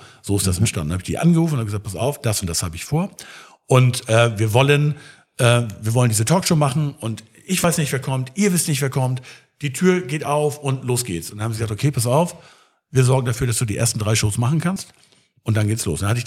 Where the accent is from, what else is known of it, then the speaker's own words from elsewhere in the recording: Schleswig, Schleswig-Holstein, Germany; Ich komme ja aus Schleswig, also ich bin ja geboren in Schleswig und da gibt's unten an der Schlei einen Stadthafen